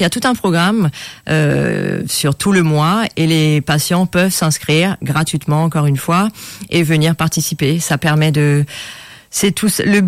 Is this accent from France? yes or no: yes; France; now in Mauritius; Ouais, j'ai grandi en France, mais ça fait plus de 15 ans que je suis à Maurice.